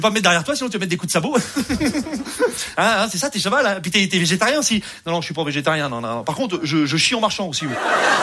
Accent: Rouen, Normandy, France; je viens de Rouen, voilà, je vous le dis, hein. Je sais pas si vous connaissez un peu Rouen, c'est la Normandie, voilà.

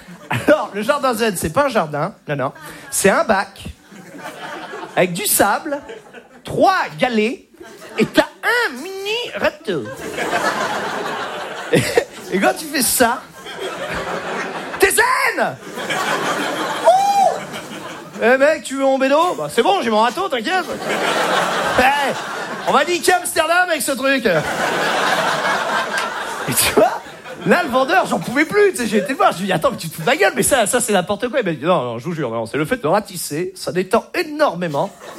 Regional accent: Normandy, France; now in Paris, France; Moi, à la base, je viens de Normandie.

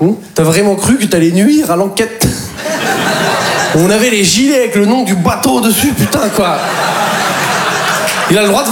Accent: Poitiers, Nouvelle-Aquitaine, France; Savoir que moi, en plus, je viens de Poitiers. Donc, faut s'occuper. Tu peux pas aller au Futuroscope 5 fois par semaine

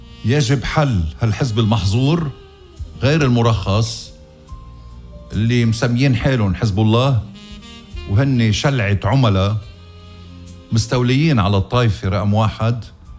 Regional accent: Lebanon; يا بلدي لبنان

